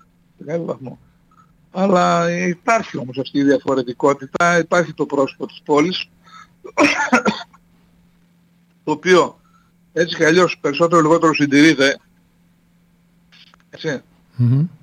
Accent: Thessaloniki, Central Macedonia, Greece; που είμαι βέρος Θεσσαλονικιός, οριζινάλε, mm-hmm, περπατώ στη Ζυμισκή και γνωρίζω έναν στους χίλιους.

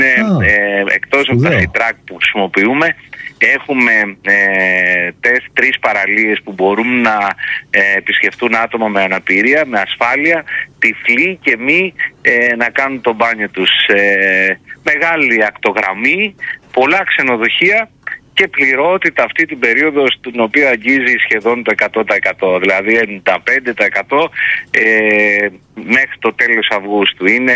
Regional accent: Greece; now in Preveza, Greece

